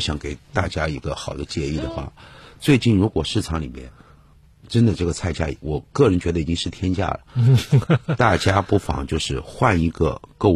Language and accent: Chinese; Yunnan, China; 我是云南人啊